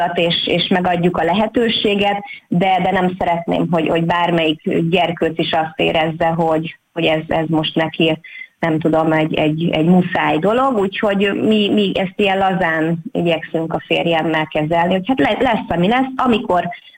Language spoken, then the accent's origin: Hungarian; Pázmánd, Fejér, Hungary; én itt születtem Pázmándon